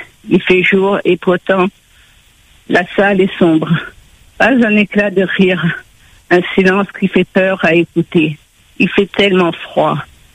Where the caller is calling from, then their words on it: Montauban, Occitanie, France; En principe, je vis à Montauban